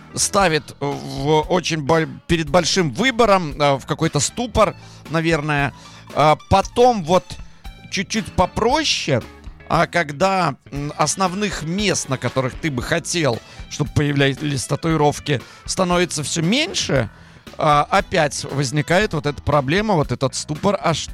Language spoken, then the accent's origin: Russian; Gomel, Gomel Region, Belarus; Даже достопримечательность моего родного города Гомеля, дворцово-парковый ансамбль, который занесен в ЮНЕСКО, тоже имеется.